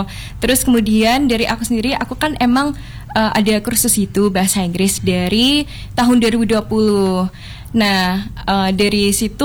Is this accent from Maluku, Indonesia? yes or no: no; Trowulan, East Java, Indonesia; aku tuh kan dari kecil ya tumbuh di Trawulan. Jadi aku tuh tahu keseharian orang-orang itu bagaimana.